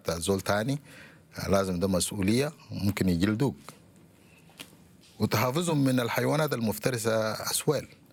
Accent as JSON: {"language": "Arabic", "region": "South Kordofan", "country": "Sudan", "tie": "born or raised there", "said": "اتولدت في جبل النوبة في منطقة صغيرة اسمها كوارتن، ونشأت في البيئة دي. يعني البيئة بتمتاز بالزراعة، معظم الأهالي مزارعين"}